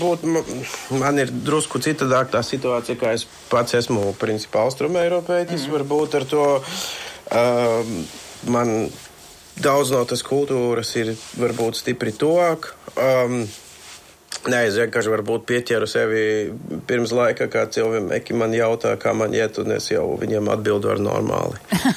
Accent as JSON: {"language": "Latvian", "country": "Bulgaria", "tie": "born or raised there", "also_born_or_lived": "Germany", "second_language": "Latvian", "moved": "yes", "lives_now": "Latvia", "said": "esmu pārsvara bērnību pavadījis Bulgārijā"}